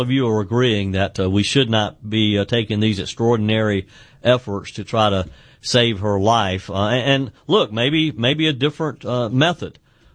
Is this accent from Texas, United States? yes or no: no; South Carolina, United States; my home state of South Carolina.